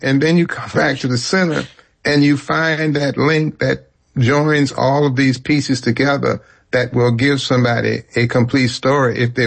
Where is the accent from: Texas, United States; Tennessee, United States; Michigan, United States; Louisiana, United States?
Louisiana, United States; New Orleans; growing up in the Magnolia Project around the Dewdrop